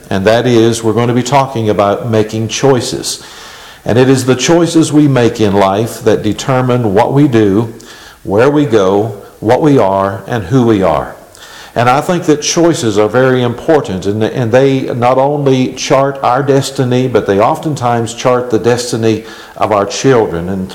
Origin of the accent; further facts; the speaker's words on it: LeCounts Mills, Pennsylvania, United States; I'm from LeCounts Mills, Pennsylvania